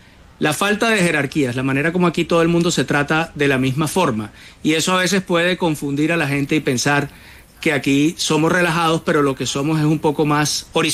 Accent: Barranquilla, Atlántico, Colombia; Y yo le digo, no, al contrario, no hay nada más barranquillero que un nombre raro.

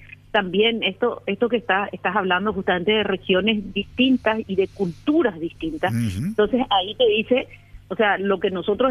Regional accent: Paraguay; nosotros tenemos que entender como paraguayos

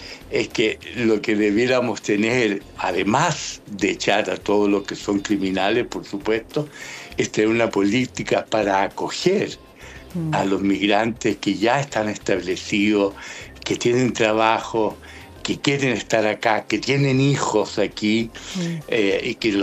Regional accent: Chile

